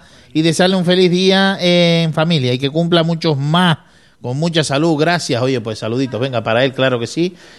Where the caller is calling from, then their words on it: La Matanza, Canary Islands, Spain; de La Matanza.